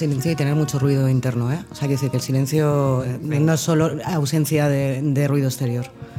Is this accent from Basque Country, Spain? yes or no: yes; Basque Country, Spain; Yo soy vasca, ¿eh?